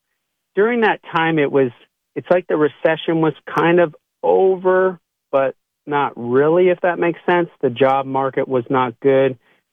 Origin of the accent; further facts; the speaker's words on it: Canada; I'm originally from Canada.